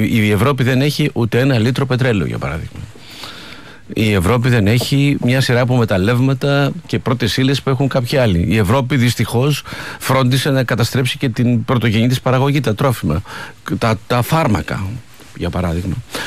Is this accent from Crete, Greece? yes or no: no; Epirus, Greece; moved away; εμείς είμαστε παιδιά από φτωχές οικογένειες, που φύγαμε από την Ήπεθρο, μορφωθήκαμε, εξελιχθήκαμε